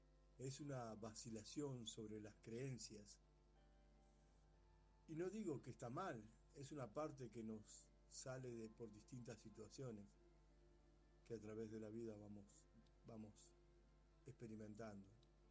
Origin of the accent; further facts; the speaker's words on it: Argentina; soy de Argentina